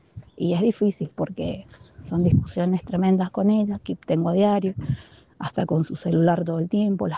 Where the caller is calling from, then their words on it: Guaymallén, Mendoza, Argentina; Bendiciones, siempre lo escucho. … de Guaymallén.